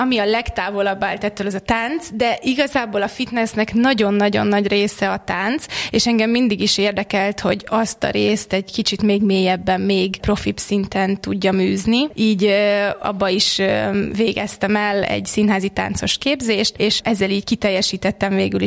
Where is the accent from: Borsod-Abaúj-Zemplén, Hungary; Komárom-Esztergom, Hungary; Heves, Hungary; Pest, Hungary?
Pest, Hungary; Dabas; born or raised there